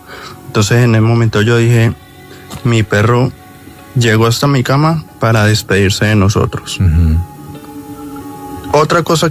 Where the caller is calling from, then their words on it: Cali, Valle del Cauca, Colombia; Desde acá, desde la ciudad de Cali